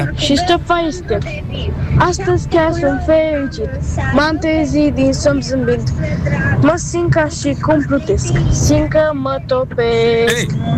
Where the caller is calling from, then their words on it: Buzău, Buzău County, Romania; din Buzău, am 10 ani